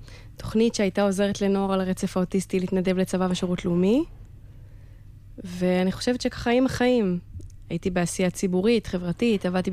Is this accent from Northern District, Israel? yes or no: no; Jerusalem, Jerusalem District, Israel; born there; also born or lived in Kibbutz Gevim; אני בת 28, אני במקור מירושלים, אבל לפני שגרתי בירושלים, גרתי בקיבוץ גבים בעוטף עזה